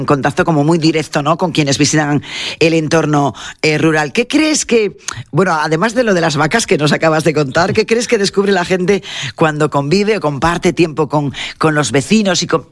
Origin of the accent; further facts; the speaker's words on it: Asturias, Spain; lo somos los propios asturianos